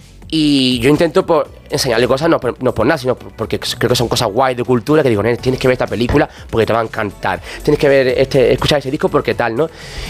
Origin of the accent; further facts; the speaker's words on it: Alcalá de los Gazules, Andalusia, Spain; pero yo vivía entonces aún en mi pueblo, en el Alcalde de los Gazules.